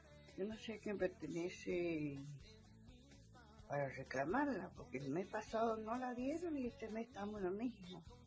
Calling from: Colonia Elena, Argentina; Soy de Colonia Elena, de Barrio María 2.

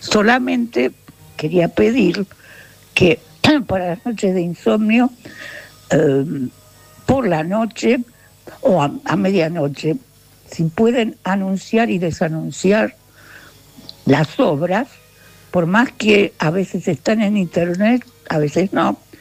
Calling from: Buenos Aires, Argentina; de Palermo

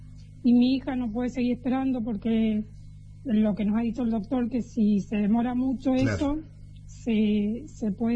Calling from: Cuadro Nacional, Mendoza, Argentina; Sí, yo vivo en Cuadro Negro, pero tengo mi familia en Rama Caída.

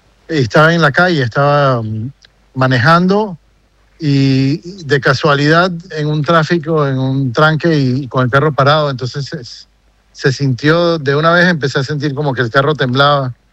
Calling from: Panama City, Panamá, Panama; Estoy aquí en el puro centro de la ciudad.

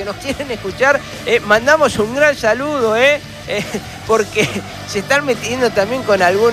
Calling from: San Miguel de Tucumán, Tucumán, Argentina; de San Miguel de Tucumán y les quiero informar que hace varios días se corta la comunicación, chicos, la radio.

